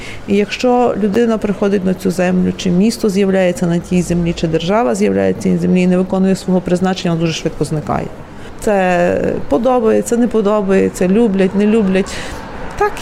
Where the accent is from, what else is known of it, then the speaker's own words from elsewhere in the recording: Boryslav, Lviv Oblast, Ukraine; moved away; Я народилася в Бориславі. Борислав – це 100 кілометрів від Львова